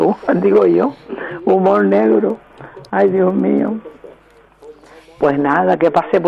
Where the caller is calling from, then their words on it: Canary Islands, Spain; soy más canaria que el gofio